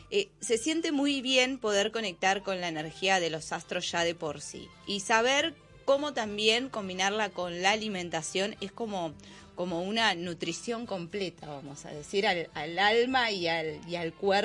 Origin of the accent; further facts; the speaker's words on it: Mar del Plata, Buenos Aires Province, Argentina; me vine exclusivamente desde Mar del Plata, porque yo soy de Mar del Plata, hasta acá, hasta la ciudad de la furia